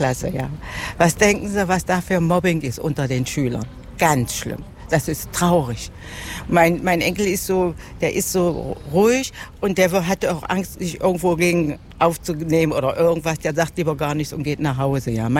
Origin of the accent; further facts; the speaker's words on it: Halberstadt, Saxony-Anhalt, Germany; born there; Also ich bin ja in Halberstadt geboren.